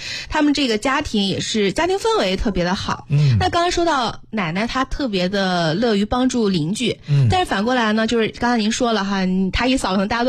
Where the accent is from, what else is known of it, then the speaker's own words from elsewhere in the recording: Xuzhou, Jiangsu, China; 然后他是山东人，他不是咱们徐州人。